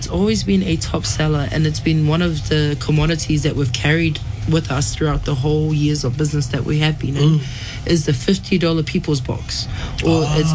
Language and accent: English; New Zealand; yes, I am American Samoan Tongan, born and raised in New Zealand, but the store isn't just a Samoan store.